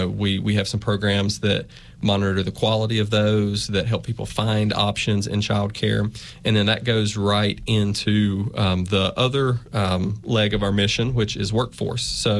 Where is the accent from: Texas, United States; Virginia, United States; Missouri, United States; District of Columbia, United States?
Virginia, United States; I'm from the area. I'm from the Roar Treat Whitfield area originally. And, you know, and I came to college here.